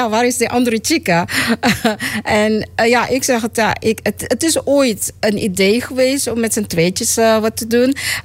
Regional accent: Suriname; born there; moved away; also born or lived in Dallas, Texas, United States; Nee, ik ben geboren in Suriname. En ik heb heel lang in Dallas, Texas gewoond.

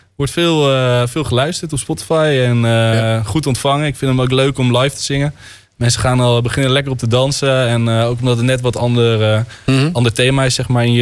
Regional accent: Netherlands

